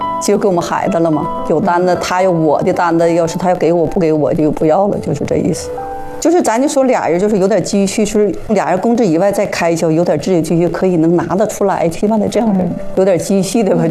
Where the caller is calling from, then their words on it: Northeast China, China